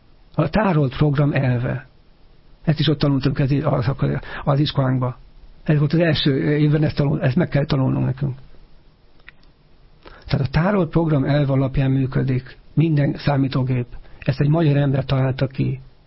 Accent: Hungary

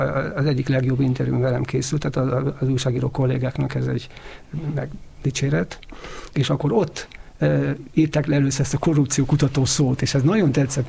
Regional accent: Hungary; Tehát, mint magyarok, nagyon trehányak vagyunk a nyelvben, és ez baj, akkor ez tényleg nagyon nagy baj.

